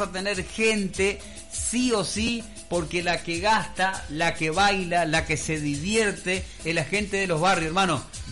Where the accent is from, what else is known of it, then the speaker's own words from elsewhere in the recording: Puerto Iguazú, Misiones, Argentina; yo tenía 6 años por ahí, ya había problema acá en mi pueblo de luz